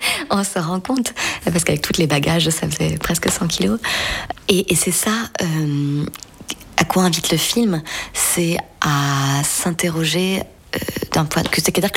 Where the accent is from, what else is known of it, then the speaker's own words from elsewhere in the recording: Brittany, France; moved away; Moi, je viens de la mer, j'ai grandi en Sud-Bretagne, et je ne connaissais pas la rivière avant de connaître Emilien.